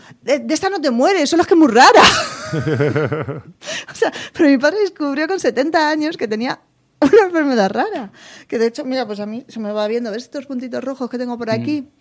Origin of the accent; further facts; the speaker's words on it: Community of Madrid, Spain; pues somos de Sanse, Alcobendas, Algete, perdón, Coveña.